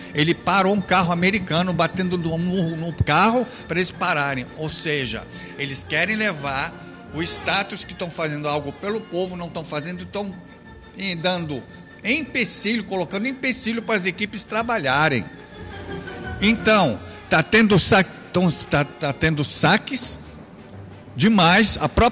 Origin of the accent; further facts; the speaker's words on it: Brazil